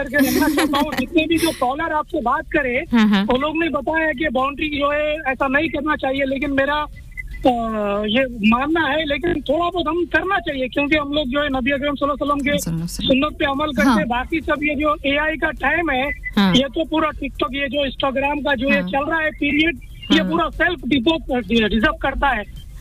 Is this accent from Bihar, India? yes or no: no; Hyderabad, Telangana, India; जैसे मैं किंगडम से आता हूँ Hyderabad you know Nizam state, तो वहाँ पर भी काफी सारे हम लोग का था